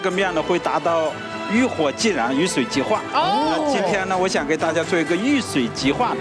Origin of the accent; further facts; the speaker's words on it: Shanxi, China; 我们山西人